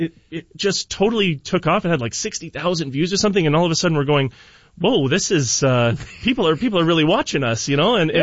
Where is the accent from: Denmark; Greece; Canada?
Canada; Windsor, Ontario; also born or lived in Toronto; growing up in Windsor, I guess you don't realize kind of how good you have it.